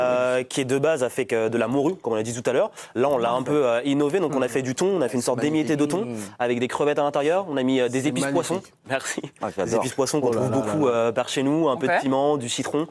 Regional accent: France; also born or lived in Haiti; Moi je suis né en Haïti, mais j'ai été adopté à 2 ans, donc forcément j'ai aussi mon cœur qui est totalement français.

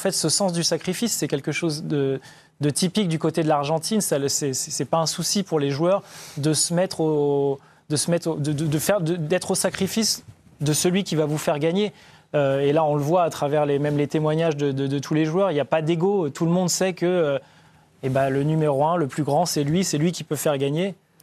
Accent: France; chez nous, en France

